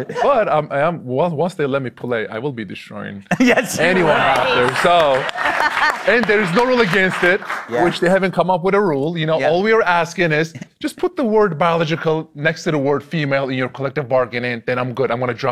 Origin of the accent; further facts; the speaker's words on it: Turkey; moved away; also born or lived in Switzerland; So I grew up in Turkey. I born in Switzerland, grew up in Turkey, right?